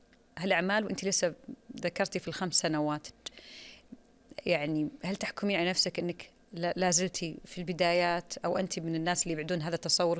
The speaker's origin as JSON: {"language": "Arabic", "country": "Saudi Arabia", "said": "هذا العمل والمشروع الكبير اللي إحنا نعتز فيه كسعوديين"}